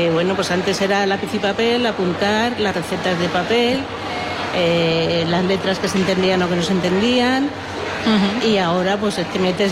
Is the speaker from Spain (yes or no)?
yes; Madrid, Community of Madrid, Spain; accent: madrileño; moved away as an adult; now in Pulpí, Spain; con un deje madrileño